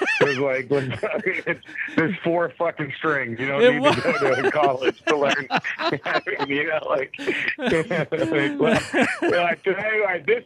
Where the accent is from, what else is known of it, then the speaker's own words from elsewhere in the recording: Dallas, Texas, United States; now in Los Angeles, United States; Dallas, Texas is my hometown, but I live in L.A. now.